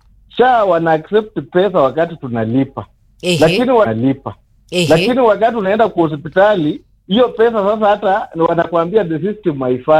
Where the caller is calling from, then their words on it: Busia, Busia County, Kenya; Mimi natoka Busia.